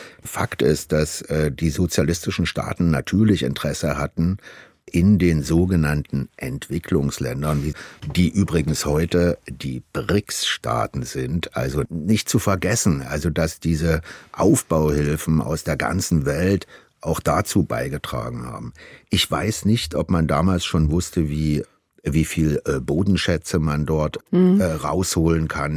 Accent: Brazil; Meine Eltern hatten in meiner Kindheit in Brasilien hatten die einen Dualplattenspieler mit 10 Schallplatten übereinander, die einzeln runterfielen.

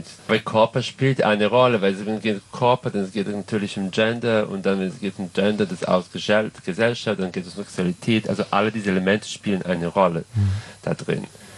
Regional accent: Serbia; German is a second language; Und auf der anderen Seite, ich komme ursprünglich aus Serbien, das heißt selber Kroatisch

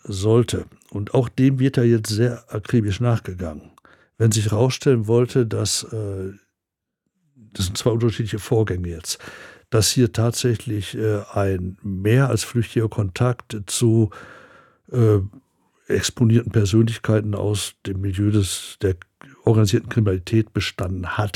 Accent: Oberhausen, North Rhine-Westphalia, Germany; In meiner Heimat, ja.

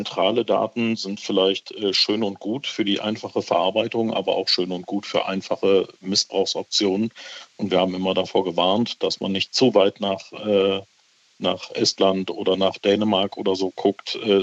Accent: Germany; ich eben als Deutscher

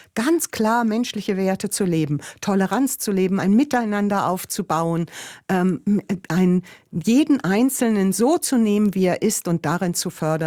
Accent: Gieselwerder, Hesse, Germany; also ich bin im kleinen Dorf in der Nähe von Bad Karlshafen aufgewachsen, Giselwerda, ein kleiner Ort an der Weser, und das war natürlich zum einen ein sehr, ist das ja ein recht schönes Dorf, was da an der Weser liegt

